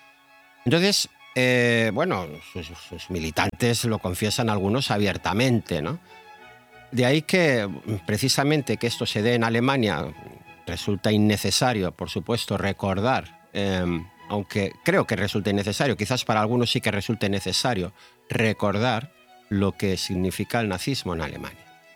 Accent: Spain; Como español y como europeo

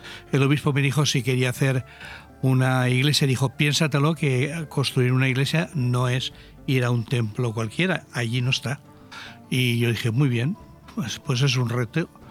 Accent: Callosa de Sarria, Valencian Community, Spain; yo le dije al obispo que como estaba mi madre aquí viuda en esta zona, somos de Callosa de Sarria.

